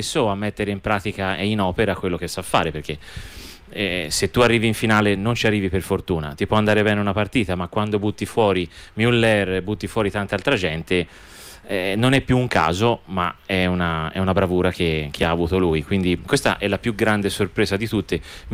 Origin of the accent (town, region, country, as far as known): Tuscany, Italy